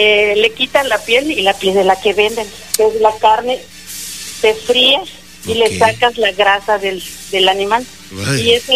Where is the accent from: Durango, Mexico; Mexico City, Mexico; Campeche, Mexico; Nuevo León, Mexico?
Campeche, Mexico; Ciudad del Carmen; born there; somos de pueblo, o sea, somos de Ciudad del Carmen. Yo nací en Ciudad del Carmen, Campeche.